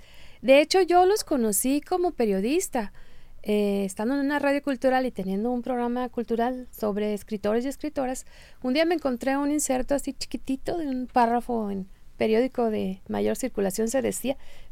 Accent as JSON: {"language": "Spanish", "town": "Navojoa", "region": "Sonora", "country": "Mexico", "said": "Muy contenta de estar aquí y llegar a mi gente del sur del estado, porque es de saber que soy de Navojoa."}